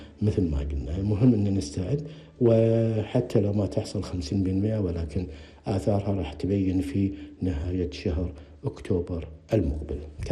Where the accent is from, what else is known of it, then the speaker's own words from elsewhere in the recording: Kuwait; تأثرت المنطقة عندنا في الكويت والمناطق المجاورة